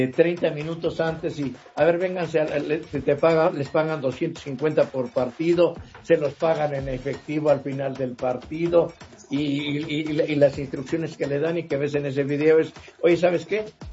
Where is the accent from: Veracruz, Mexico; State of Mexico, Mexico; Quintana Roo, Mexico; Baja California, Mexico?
State of Mexico, Mexico; Atlacomulco; gente de Atlacomulco, de donde soy, donde, tierra de gobernadores, donde el más burro lo hicimos presidente